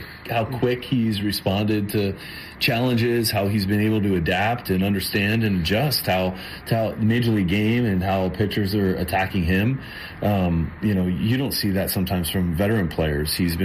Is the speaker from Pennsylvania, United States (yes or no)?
yes; Mount Lebanon, Pennsylvania, United States; Being a kid here growing up in Mount Lebanon, always had to hit Leland's house up because they gave out the big size candy bars.